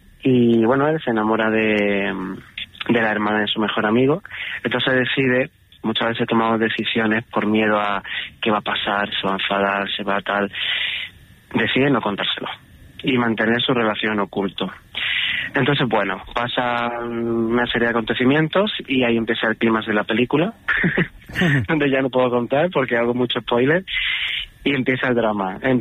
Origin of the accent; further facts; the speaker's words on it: Lucena, Andalusia, Spain; Yo soy de Lucena, de Córdoba, pero me siento muy malagueño. Estudié en Málaga